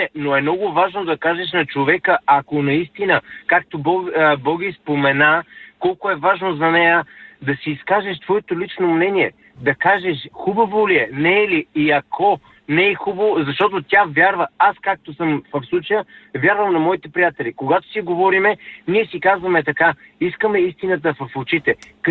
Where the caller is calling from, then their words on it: London, United Kingdom; съм от Лондон.